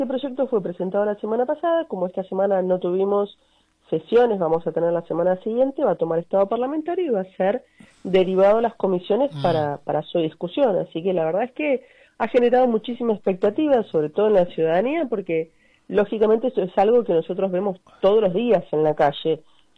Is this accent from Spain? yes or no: no; Neuquén, Argentina; somos todos los neuquinos